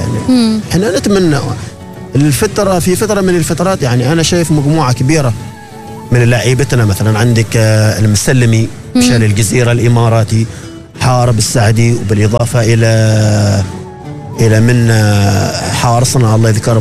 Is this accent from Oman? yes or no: yes; Oman; إحنا كعمانيين